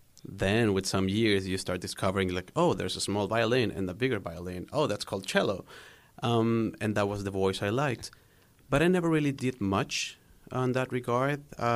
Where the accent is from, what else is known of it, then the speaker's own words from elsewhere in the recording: Guadalajara, Jalisco, Mexico; English is a second language; I was born and raised in Guadalajara. I still live there, except for a very short period of time where I went to another state to learn to play jazz on the cello, basically.